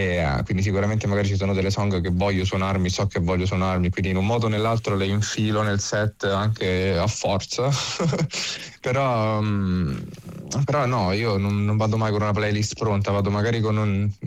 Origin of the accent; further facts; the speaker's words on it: Rome, Lazio, Italy; io sono cresciuto a Villa Gloria.